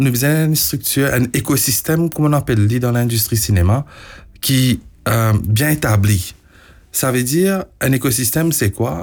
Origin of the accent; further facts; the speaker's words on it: Mauritius; Là, quand on vient de Maurice, incluant man Mauricien qui est à l'étranger, exodi.